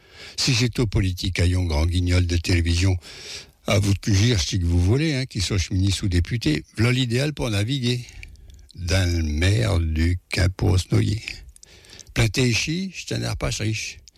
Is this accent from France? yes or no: yes; Paris, Île-de-France, France